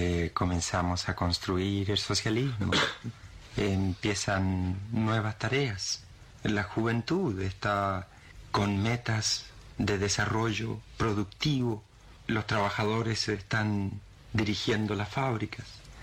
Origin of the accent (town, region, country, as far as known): Chile